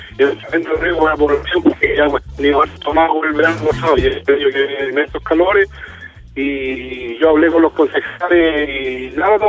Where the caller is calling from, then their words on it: Talcamávida, Biobío, Chile; estoy llamando de Talcamavia.